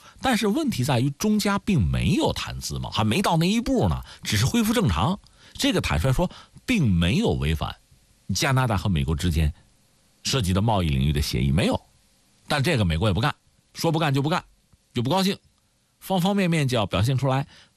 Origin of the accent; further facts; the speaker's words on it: China; 我们中国人喜欢架桥铺路